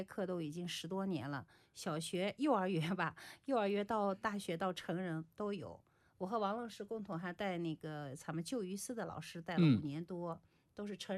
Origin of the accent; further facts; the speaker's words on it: Yulin, Shaanxi, China; 咱们榆林城的方言